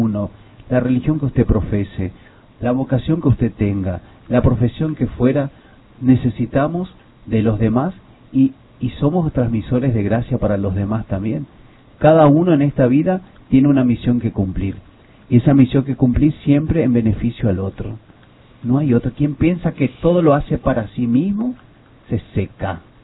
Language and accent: Spanish; Argentina; para nosotros como pueblo argentino